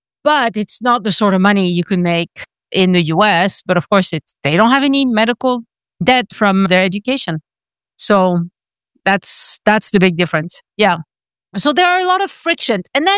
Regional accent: France; Even for me, like I was born and raised in France.

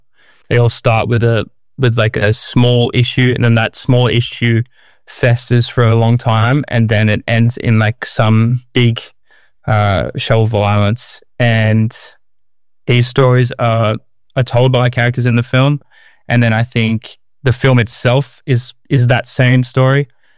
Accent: Australia; moved away as an adult; now in Paris, France; I'm from Australia. I've been in Paris since January, just on a year-long working holiday visa.

